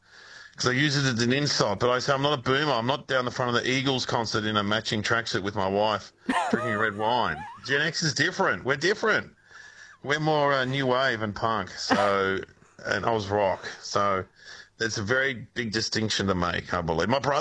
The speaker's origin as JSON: {"language": "English", "town": "Melbourne", "region": "Victoria", "country": "Australia", "said": "I'm from Melbourne where, you know, it's cold."}